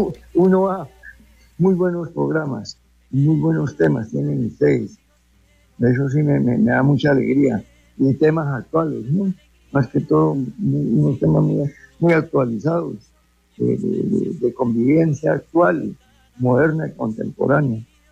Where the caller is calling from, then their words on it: Cúcuta, Norte de Santander, Colombia; De Cúcuta, del barrio El Páramo.